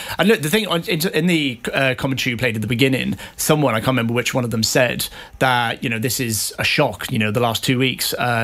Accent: Caerphilly, Wales, United Kingdom; I'm from South Wales, Caerphilly, very deprived area. You know, not an abundance of opportunity, right, in the area, and there's lots of crime

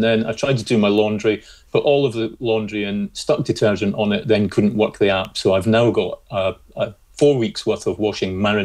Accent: Scotland, United Kingdom; I'm going to brush up on my Scottish accent because I'm often accused of not being a proper Scot

